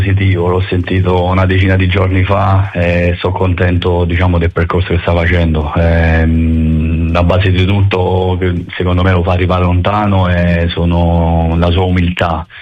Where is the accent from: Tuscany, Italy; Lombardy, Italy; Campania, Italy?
Campania, Italy; Naples; sono contento da napoletano che qualche ragazzo del settore giovanile, qualche napoletano veste la maglia della prima squadra, perché diciamo quando da napoletano giochi con quella squadra avverti un sapore diverso, no?